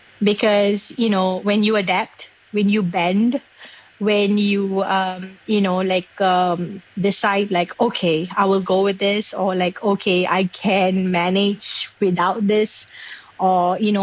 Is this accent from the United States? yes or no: no; Singapore; born or raised there